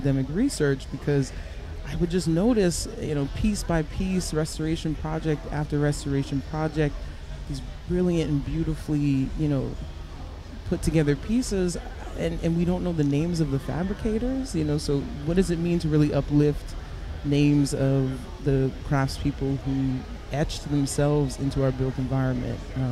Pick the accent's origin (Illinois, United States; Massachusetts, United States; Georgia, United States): Massachusetts, United States; Boston; also born or lived in New York City; now in New Orleans, United States; I grew up in the greater Boston area. I lived in New York City for a while, but once New Orleans calls you, it's hard to, put that phone down.